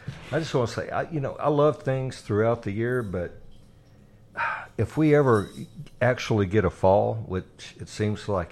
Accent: Parkin, Arkansas, United States; I'm from Parkin, Arkansas, okay?

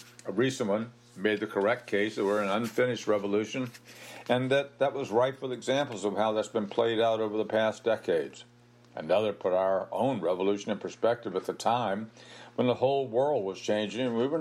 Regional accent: United States; I was raised in the West and South.

